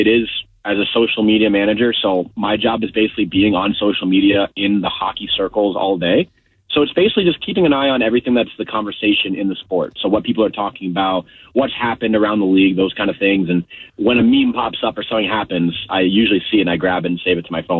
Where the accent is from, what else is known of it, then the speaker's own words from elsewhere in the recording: Tampa, Florida, United States; I'm from Tampa, born and raised Floridian.